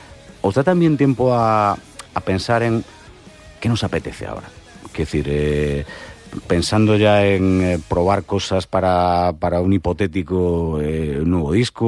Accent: Pontevedra, Galicia, Spain; Yo es que soy de Pontevedra. Entonces, en el Náutico de San Vicente, pues por cercanía, uno va a veces y luego oye historias.

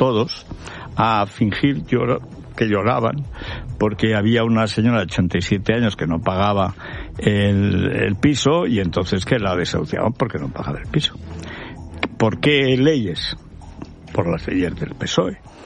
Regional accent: Teruel, Aragon, Spain; now in Madrid, Spain; mi pueblo, Teruel, en vez de menos de 500 habitantes, tuviera 1,000 como cuando yo nací.

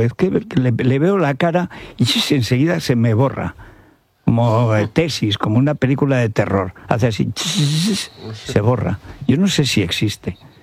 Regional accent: Aragon, Spain; el otro día vi que había unos rebaños en Guadalaviar, al lado de mi pueblo, que van a Jaén, a fincas de Jaén.

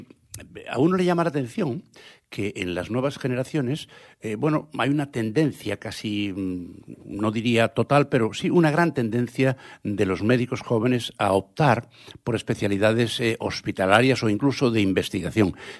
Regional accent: Santiago de Compostela, Galicia, Spain; en mi pueblo, en Santiago de Compostela

